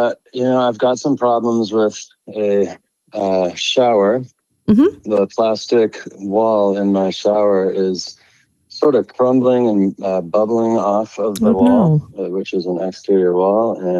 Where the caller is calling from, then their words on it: Minneapolis, Minnesota, United States; I'm from Minneapolis, Minnesota.